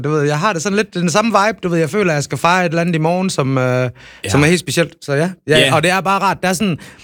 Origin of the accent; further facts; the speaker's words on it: Aarhus, Central Denmark Region, Denmark; now in Copenhagen, Denmark; Jeg var fra Aarhus, det ved alle folk